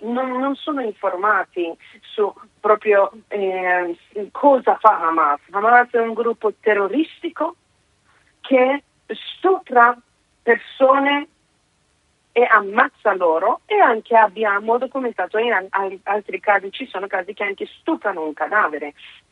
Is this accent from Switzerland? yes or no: no; Iran; Italian is a second language; now in Italy; io da iraniana quando in 8 e 9 gennaio hanno ammazzato oltre 50.000 persone in solo 2 giorni nel mio paese